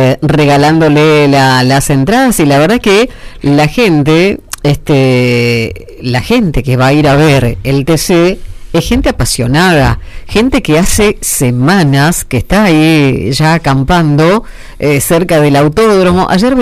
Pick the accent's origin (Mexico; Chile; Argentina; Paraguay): Argentina; pero vos sabés que el tema de ser tan pasionales como somos los argentinos, sobre todo cuando juega la selección